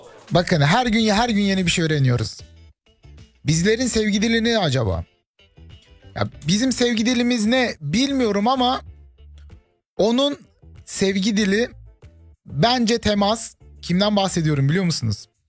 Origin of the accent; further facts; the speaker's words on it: Rize, Turkey; Rizeliyim ya, normal, düz. Gerçi düz de sayılmaz ya. Babam Rizeli, annem Karslı. Ben böyle ikisinin ortası Artvin.